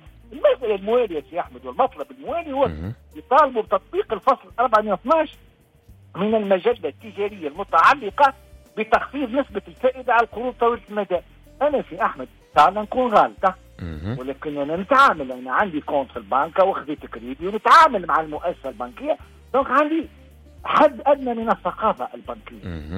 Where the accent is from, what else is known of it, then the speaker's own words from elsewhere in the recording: Tunisia; ما انا شعب تونسي.